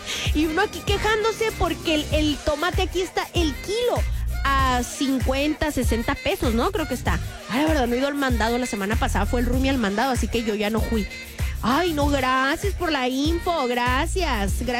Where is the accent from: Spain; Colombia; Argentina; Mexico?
Mexico; los que somos descendientes mexicanos, aunque sean nacidos en Estados Unidos o que vivan allá